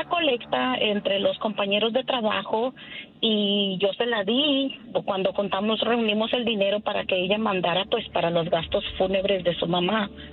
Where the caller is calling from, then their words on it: Oklahoma, United States; Desde Oklahoma